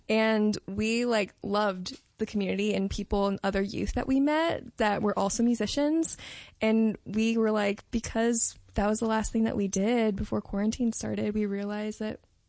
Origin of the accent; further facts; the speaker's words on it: Portland, Maine, United States; Yeah, we're originally from Portland, Maine.